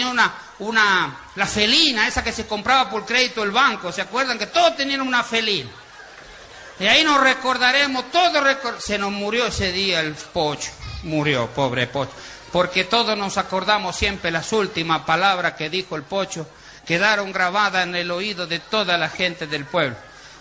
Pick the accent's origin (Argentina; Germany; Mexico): Argentina; moved away; Qué lindo mi pueblo de donde yo nací, que es Coloya Aviñón. Es un pueblo que uno siempre lleva en el corazón